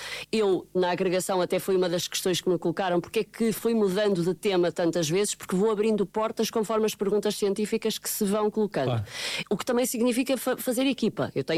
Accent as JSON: {"language": "Portuguese", "town": "São João da Madeira", "region": "Aveiro", "country": "Portugal", "tie": "born or raised there", "also_born_or_lived": "Porto", "moved": "as an adult", "said": "eu sou de São João da Madeira, aos 18 anos a minha vida foi em São João da Madeira e depois é que fui para o Porto para a faculdade."}